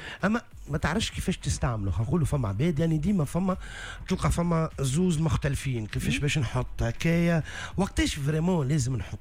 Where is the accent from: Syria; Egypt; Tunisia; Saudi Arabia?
Tunisia